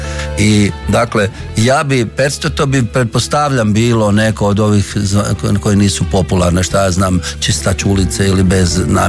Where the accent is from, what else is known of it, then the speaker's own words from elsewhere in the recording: Slatina, Virovitica-Podravina County, Croatia; A kako sam porijeklom iz Slatine, a Slatina je na, ne znam, na rimskom, na kojem, Marinianis.